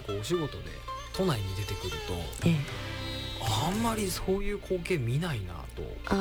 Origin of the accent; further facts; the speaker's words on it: Chiba, Japan; 私地元が千葉なので